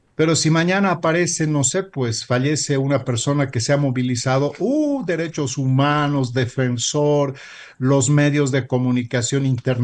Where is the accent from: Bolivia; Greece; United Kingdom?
Bolivia; tengo un hermoso poncho tarabuqueño, que por cierto es una joya hermosísima de mi tierra.